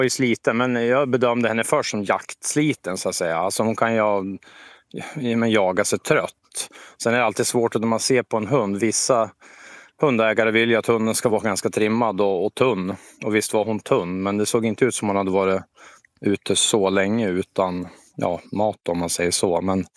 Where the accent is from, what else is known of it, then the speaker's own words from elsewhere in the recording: Östersund, Jämtland County, Sweden; Jag är från Östersund